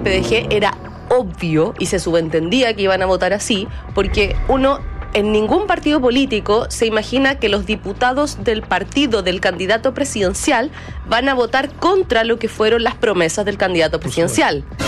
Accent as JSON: {"language": "Spanish", "region": "Antofagasta", "country": "Chile", "tie": "born or raised there", "said": "yo soy antofagastina. Yo nací, crecí, estudié en el norte."}